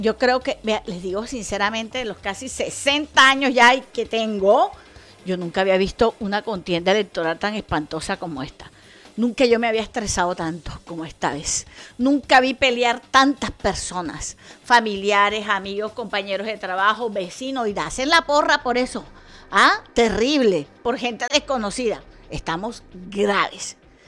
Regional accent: Colombia; Para recordarnos que somos colombianos, que somos un solo país

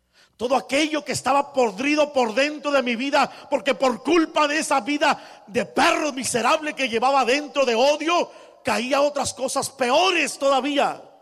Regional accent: Guadalajara, Jalisco, Mexico; now in United States; Primero porque me salí de Guadalajara porque había balaceado unas personas y me tuve que venir a esconder a los Estados Unidos.

